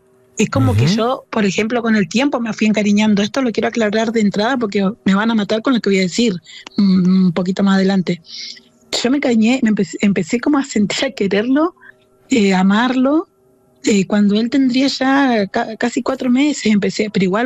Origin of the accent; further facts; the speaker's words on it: Neuquén, Argentina; yo soy nacida y criada en Neuquén.